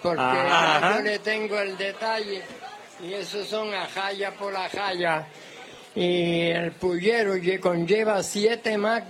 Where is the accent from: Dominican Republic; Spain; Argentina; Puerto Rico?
Puerto Rico; Isabela; moved away; Yo soy natural de Isabela, pero sí. Vivo aquí en la 110